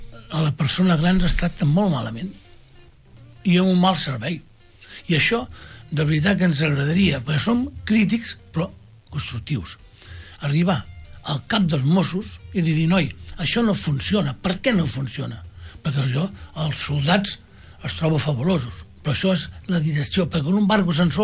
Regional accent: Rubí, Catalonia, Spain; born there; No tenim pobles, som molts desgraciats. Vam néixer aquí a Rubí.

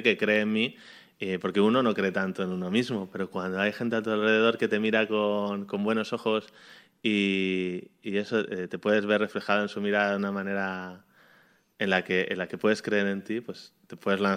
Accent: Madrid, Community of Madrid, Spain; moved away as an adult; also born or lived in Jerez; now in Germany; cuando me fui a Alemania, o sea, yo soy de Madrid, en Madrid, bueno, en Jerez, porque tengo muchos amigos de Jerez, porque mi familia es de allí

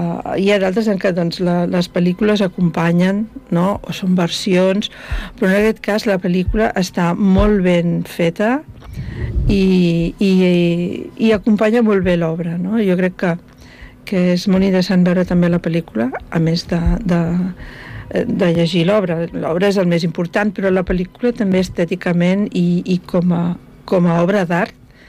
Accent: Catalonia, Spain; now in Venice, Italy; I vaig dir, no, no, soc catalana, no sé què.

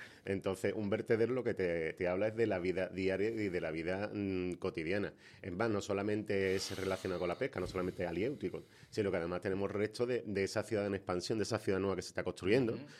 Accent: Cádiz, Andalusia, Spain; los federates, que somos los gaditanos

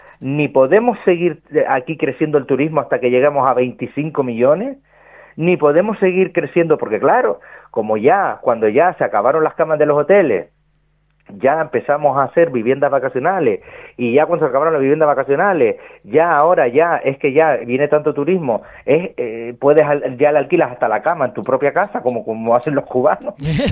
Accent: Canary Islands, Spain; con el desfase total que tenemos en Canarias

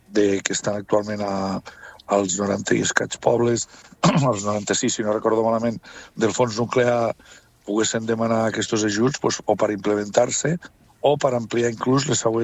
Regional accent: Catalonia, Spain; els municipis de la part lleidatana, que som els del Segrià, de la part sud del Segrià

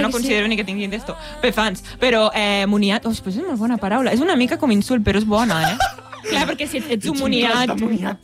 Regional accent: Catalonia, Spain; Per la meva zona, al Camp de Tarragona, al meu poble, algo farem.

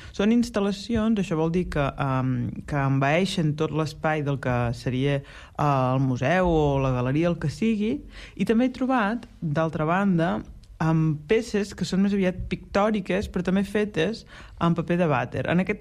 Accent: Blancafort, Catalonia, Spain; born or raised there

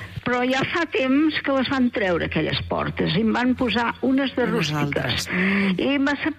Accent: Esparreguera, Catalonia, Spain; Jo sóc d'Esparreguera. El meu pare treballava en una fusteria que en deien a Cal Fusteret.

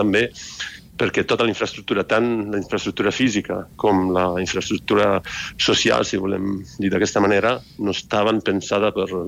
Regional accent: Italy

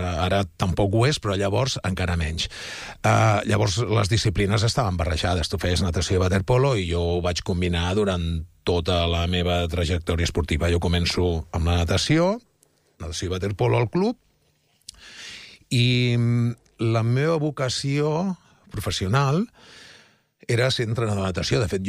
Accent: Mataró, Catalonia, Spain; nosaltres som de Mataró

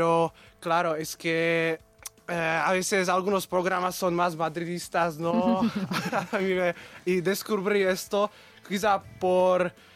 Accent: Bratislava, Bratislava Region, Slovakia; Catalan is a second language; D'Eslovàquia.

